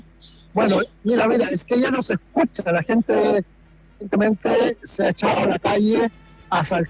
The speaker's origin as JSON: {"language": "Spanish", "town": "Concepción", "region": "Biobío", "country": "Chile", "tie": "born or raised there", "also_born_or_lived": "Chillán", "moved": "as an adult", "lives_now": "A Coruña, Spain", "said": "De Chillán, de Chillán, oriundo de Concepción"}